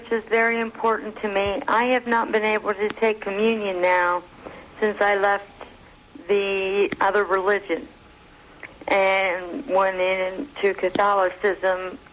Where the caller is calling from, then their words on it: Pennsylvania, United States; Pennsylvania.